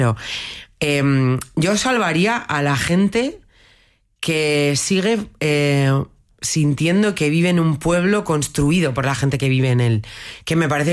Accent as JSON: {"language": "Spanish", "region": "Basque Country", "country": "Spain", "said": "Y en esto igual soy un poco vasca de siglo XX."}